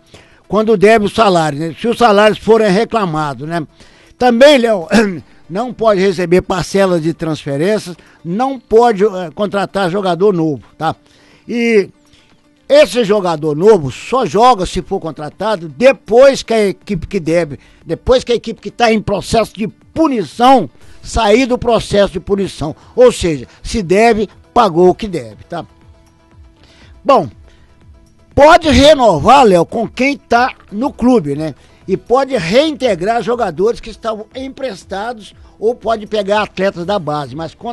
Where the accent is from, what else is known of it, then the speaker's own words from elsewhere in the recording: Brazil; Nós somos brasileiros